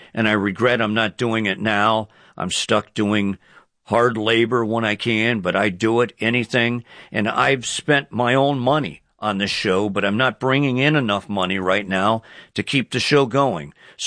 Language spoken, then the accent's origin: English; Canton, Ohio, United States; I live less than a mile away from the Football Hall of Fame. And born and raised in Canton, but I've spent a lot of time in Cleveland.